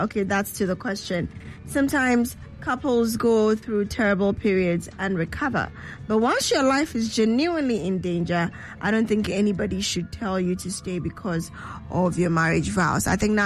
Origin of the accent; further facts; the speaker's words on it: Spintex, Greater Accra, Ghana; I'm from Spintex too.